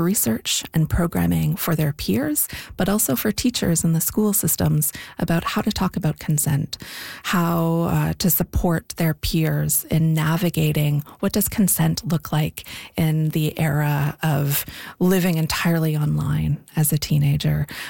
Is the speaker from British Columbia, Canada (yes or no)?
yes; Victoria, British Columbia, Canada; I am a queer, anti-racist feminist. I was born and raised in Victoria. Shout out to my fellow Esquimalt High grads.